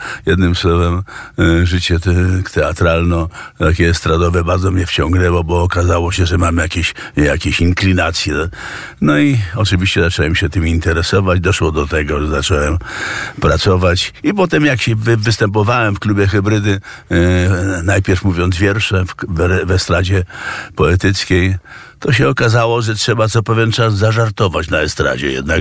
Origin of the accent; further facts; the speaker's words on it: Warsaw, Masovian Voivodeship, Poland; Ja się wychowałem w gruzach Warszawy